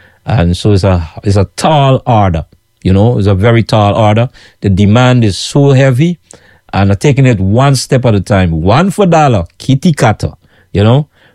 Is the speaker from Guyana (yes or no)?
yes; Georgetown, Guyana; now in New York, United States